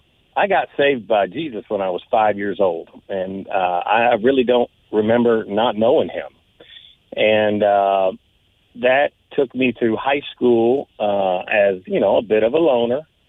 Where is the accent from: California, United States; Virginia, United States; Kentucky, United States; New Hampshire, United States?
Kentucky, United States; Owensboro; also born or lived in Wisconsin / Phoenix, Arizona / Baltimore, Maryland; And I wasn't born in Kentucky. My parents both are from Kentucky, but my father was an FBI agent. So I was born in Wisconsin. I grew up in Phoenix, Arizona, Baltimore, Maryland. And then I do say I'm from Owensboro, Kentucky, because that's where I graduated high school.